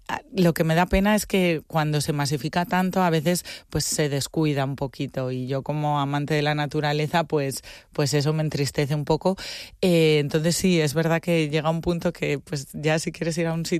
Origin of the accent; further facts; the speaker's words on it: Asturias, Spain; moved away as an adult; now in Mallorca, Spain; yo soy asturiana, pero llevo 13 años en Mallorca